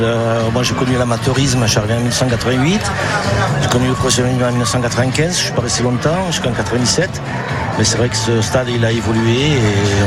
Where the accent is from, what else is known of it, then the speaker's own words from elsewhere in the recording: Occitanie, France; moved away as an adult; also born or lived in Jurançon; Je suis revenu dans mon Gers natal